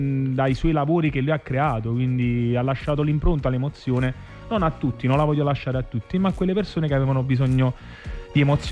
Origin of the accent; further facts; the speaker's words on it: Naples, Campania, Italy; noi siamo di Napoli, mio padre era di Napoli, e quindi Napoli è sempre stato il punto di partenza.